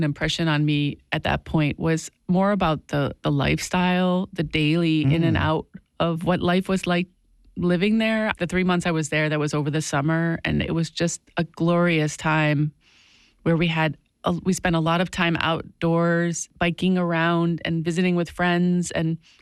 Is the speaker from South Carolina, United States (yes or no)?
no; Ohio, United States; I grew up in Ohio, yes.